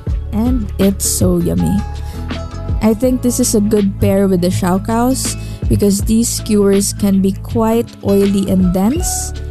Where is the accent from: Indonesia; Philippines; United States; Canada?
Philippines